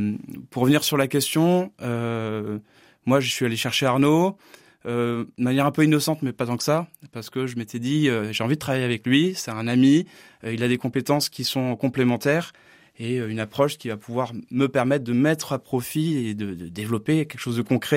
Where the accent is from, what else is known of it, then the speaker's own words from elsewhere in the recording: Nouvelle-Aquitaine, France; Je suis originaire du Sud-Ouest, donc Gascon-Béarnais.